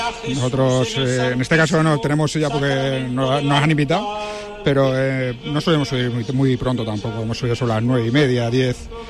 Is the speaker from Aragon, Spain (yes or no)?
no; Toledo, Castilla-La Mancha, Spain; Sí, somos de Toledo.